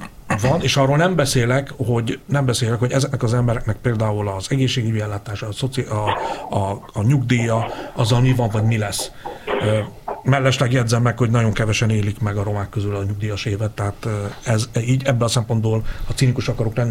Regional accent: Hungary; vidéken születtem, ebben nőttem fel

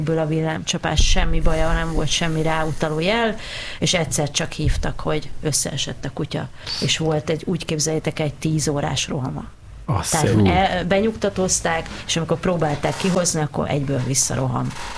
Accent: Budapest, Hungary; born there; also born or lived in Jászfényszaru, Jász-Nagykun-Szolnok; Hát ugye én Tanyán nőttem fel, félig meddig, tehát jó régóta. 12. kerületben még előtte éltünk, de egyébként Budapesten születtem, a második kerületben, vagy bocsánat, a 12. kerületben

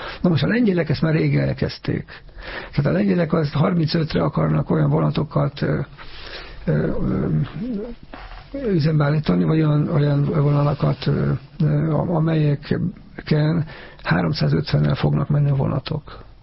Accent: Zalaegerszeg, Zala, Hungary; van egy vonal, ugye, amit én ismerek, mert zalaegerszegi vagyok, és az zalaegerszeg mellett megy az a vonal

